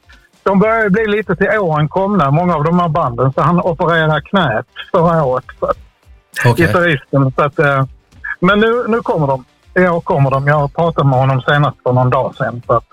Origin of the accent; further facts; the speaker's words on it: Skåne, Sweden; jag kommer själv från Lilla Hör i Skåne som ligger 4,5 mil därifrån